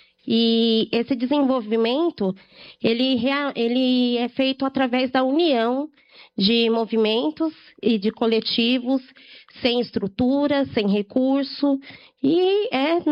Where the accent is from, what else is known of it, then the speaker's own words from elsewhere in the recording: São Paulo, Brazil; E eu venho até mesmo representando a minha Zona Leste, sou do Cangaíba